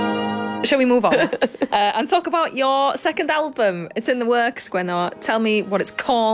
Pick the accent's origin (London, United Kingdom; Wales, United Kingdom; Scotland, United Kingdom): Wales, United Kingdom; For cultural context, I suppose, as two Welsh-speaking Welsh women, and you listening might not be those things.